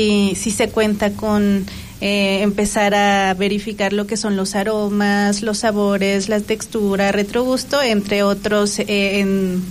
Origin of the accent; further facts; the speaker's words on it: State of Mexico, Mexico; soy de aquí del Estado de México